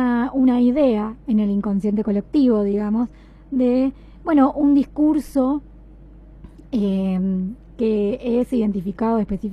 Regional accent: Argentina; nuestros derechos como argentinos y argentinas

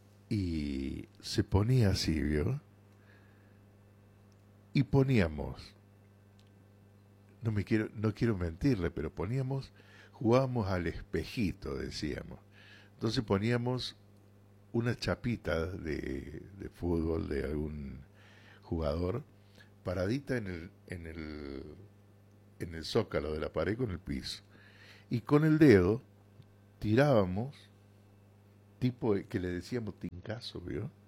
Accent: Córdoba, Argentina; moved away; Yo crecí, claro, en Córdoba

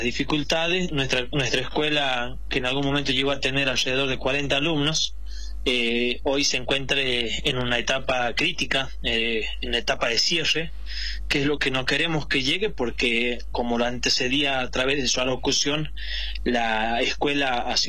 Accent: Los Chañares, Tucumán, Argentina; En el caso mío tuve el honor de nacer en una casa de campo en los Chañares, distante a 40 kilómetros de la ciudad. Nací a las 2:30 de la mañana.

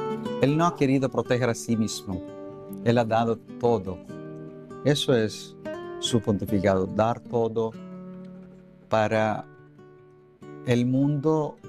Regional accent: India; Spanish is a second language; moved away as an adult; yo también soy de la India

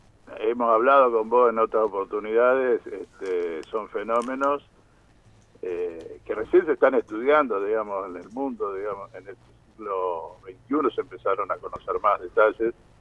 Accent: Concepción del Uruguay, Entre Ríos, Argentina; Yo, que soy de Concepción del Uruguay

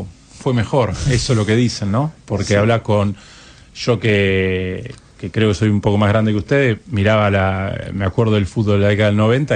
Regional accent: Pehuajó, Buenos Aires Province, Argentina; moved away as an adult; yo soy de Pehuajó, provincia de Buenos Aires.

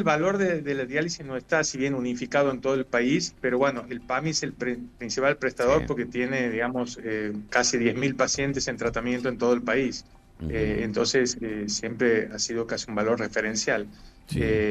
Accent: Santiago del Estero, Argentina; ustedes son del interior, yo soy de Santiago del Estero, que están en las provincias o en el interior de las provincias

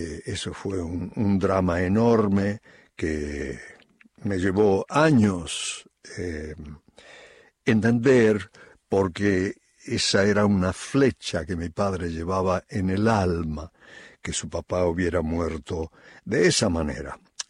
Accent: Córdoba, Argentina; born there; Así que eso fue el origen de por qué nací en Córdoba.

